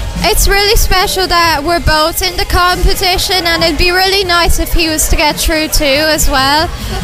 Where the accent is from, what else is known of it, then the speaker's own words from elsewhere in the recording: Connacht, Ireland; I'm from Leitrim.